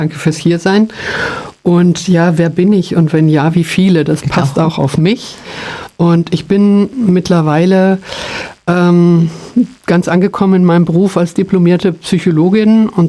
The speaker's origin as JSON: {"language": "German", "town": "Freiburg", "region": "Baden-Württemberg", "country": "Germany", "also_born_or_lived": "Eschwege", "moved": "as an adult", "lives_now": "Göttingen, Germany", "said": "mich hat es nach Göttingen gezogen, unterhalb von der Burg Plesse wohne ich jetzt mittlerweile und bin ursprünglich eigentlich Schwarzwälderin."}